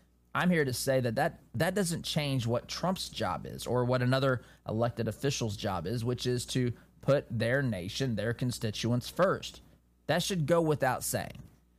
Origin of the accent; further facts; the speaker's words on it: United States; as an American citizen, as a Christian